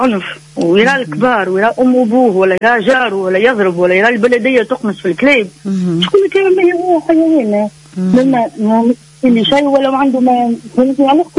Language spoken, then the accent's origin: Arabic; Tunisia